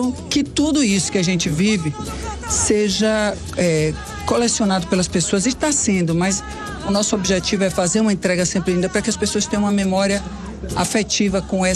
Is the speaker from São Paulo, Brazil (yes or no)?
no; Minas Gerais, Brazil; Mas eu sou muito mineira, mano. Eu sinto que eu sou muito mineira.